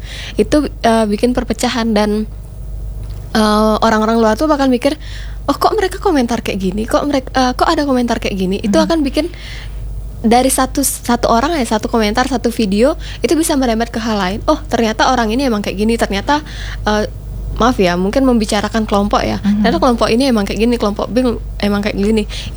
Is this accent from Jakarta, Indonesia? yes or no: no; Bali, Indonesia; Kita nih orang Bali itu yang tahu budaya kita kan kita sendiri.